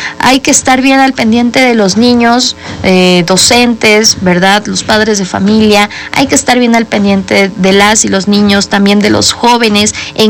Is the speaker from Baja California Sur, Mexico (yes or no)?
no; Puebla, Mexico; siendo poblanas y poblanos